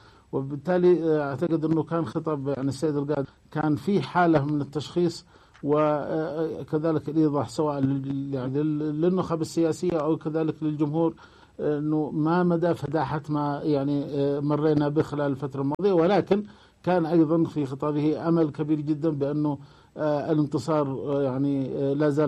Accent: Yemen; نحن كيمنيين

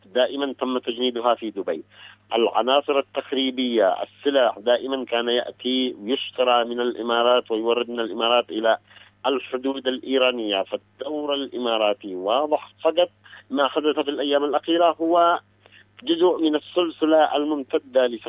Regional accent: Yemen; عندنا في اليمن

